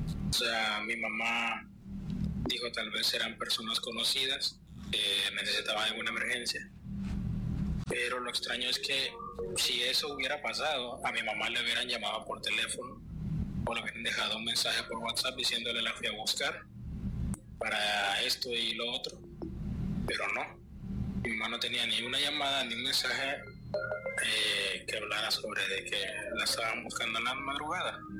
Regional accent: Cortés, Honduras; Soy de Honduras, del departamento de Cortés.

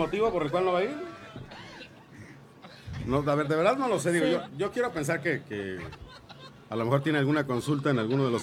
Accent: Mexico; No nos merecíamos como mexicanos esos servicios.

